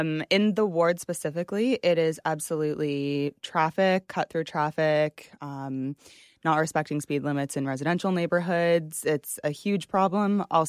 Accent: Ontario, Canada; I'm actually from Old North

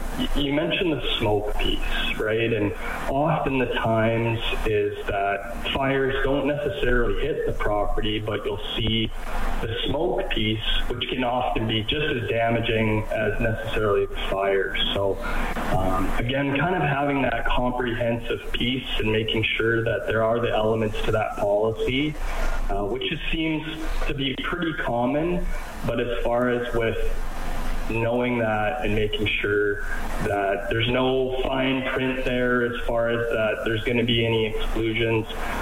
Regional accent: Red Deer, Alberta, Canada; I was born and raised in Red Deer, right in between, you know, Calgary and Edmonton

